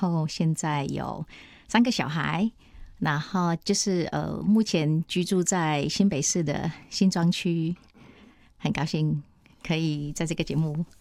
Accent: Indonesia; now in Taiwan; 对，暂时离开来到台湾，对，是整个一个政治动荡当中的一个情况下，对，离开我的家乡，对，印尼，

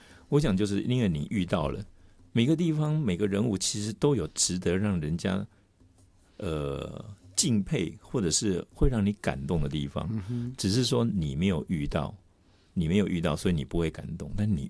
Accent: Taiwan; 原来我们台湾这边花莲跟真言宗其实关系很深。

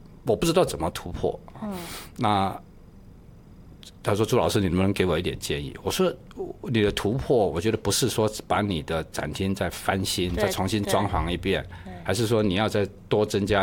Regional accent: Taiwan; moved away as an adult; now in Mainland China; 因为我是台湾人嘛

